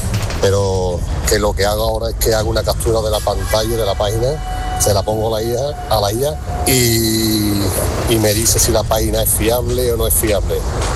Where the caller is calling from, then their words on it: La Puebla, Spain; te llamo de La Puebla.